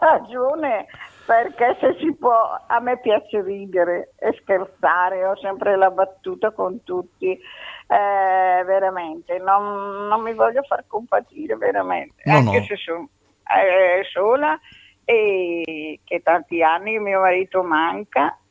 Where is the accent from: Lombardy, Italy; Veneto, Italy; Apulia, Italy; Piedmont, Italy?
Lombardy, Italy; Manerba del Garda; moved away as an adult; now in Rovato, Italy; io non sono rovatese di nascita, perché è 60 anni però che sono rovati. Io sono del Lago di Garda.